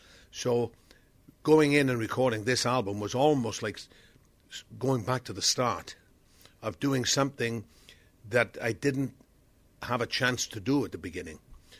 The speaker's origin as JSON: {"language": "English", "region": "Wales", "country": "United Kingdom", "tie": "born or raised there", "said": "I had to wait till I was 70. I grew up in South Wales, so I went to a Presbyterian"}